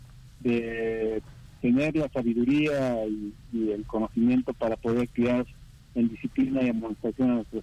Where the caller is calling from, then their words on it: Atlixco, Puebla, Mexico; de aquí de Atlixco